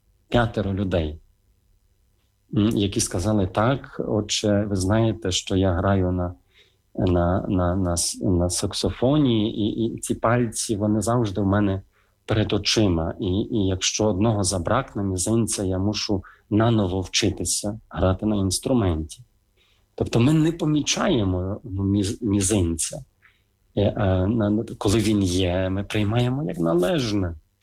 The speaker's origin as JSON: {"language": "Ukrainian", "town": "Drohobych", "region": "Lviv Oblast", "country": "Ukraine", "tie": "born there", "said": "Ніна Михайлівна в Дрогобичі. Ходив я в школу"}